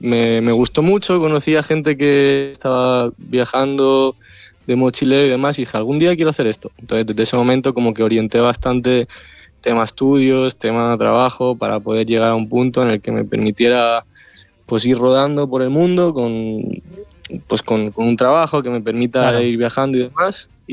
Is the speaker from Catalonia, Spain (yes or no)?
yes; Terrassa, Catalonia, Spain; Yo soy de Tarrasa.